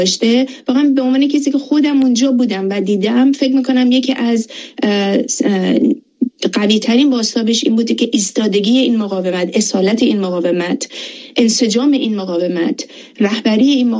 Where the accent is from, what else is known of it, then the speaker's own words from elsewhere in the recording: Iran; والا من اول بگم که به عنوان یک ایرانی یکی از افتخاراتم بود که همچین مسئولیتی رو داشتم